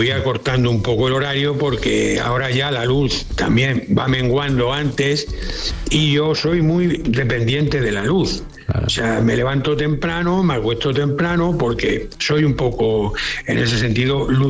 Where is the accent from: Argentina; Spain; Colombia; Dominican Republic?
Spain; Yo creo que soy el único español vivo